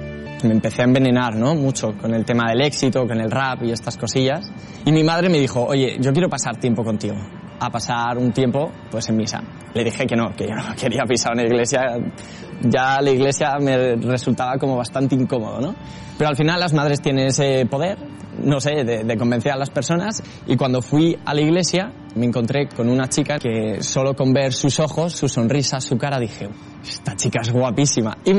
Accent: Madrid, Community of Madrid, Spain; soy de Madrid, me dedico pues a evangelizar a los jóvenes.

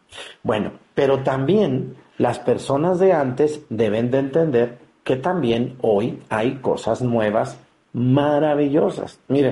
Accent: Mexticacán, Jalisco, Mexico; moved away; Como en mi pueblo, en Mexicacán

